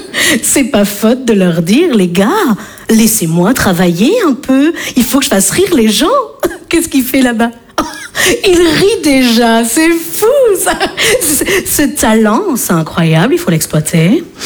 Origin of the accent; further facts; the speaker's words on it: Bordeaux, Nouvelle-Aquitaine, France; je viens de Bordeaux.